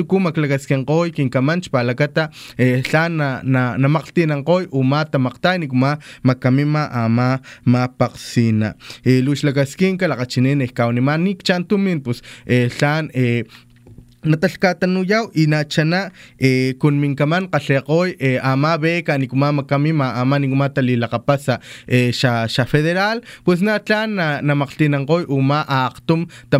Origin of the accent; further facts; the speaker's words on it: Coxquihui, Veracruz, Mexico; Ellos son originarios allá del municipio de Coxquiwi, sí, mi tierra natal